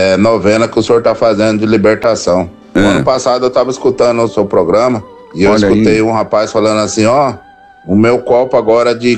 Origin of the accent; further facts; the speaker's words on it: Marília, São Paulo, Brazil; eu sou de Marília, São Paulo. Marília, terra da bolacha.